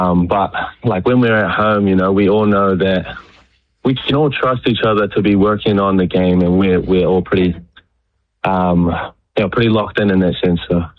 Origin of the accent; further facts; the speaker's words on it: Hamilton, Waikato, New Zealand; I grew up in Hamilton, went to a little Māori school, and then spent 3 years at Hamilton Boys High